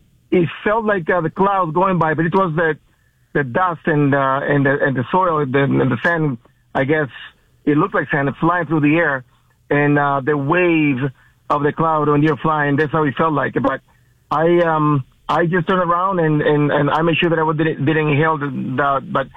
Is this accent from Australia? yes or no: no; Dominican Republic; now in United States; in the Caribbean where I grew up in the Dominican Republic, this is part of life.